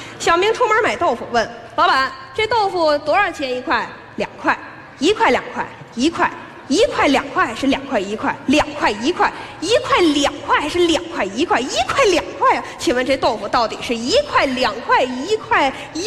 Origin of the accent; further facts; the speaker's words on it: Russia; Chinese is a second language; 没事儿，嗯，我们俄罗斯人不怕冷。